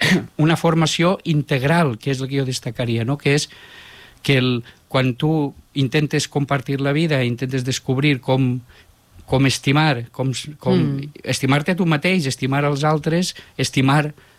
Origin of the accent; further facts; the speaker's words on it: Betxí, Valencian Community, Spain; de Betxí, del meu poble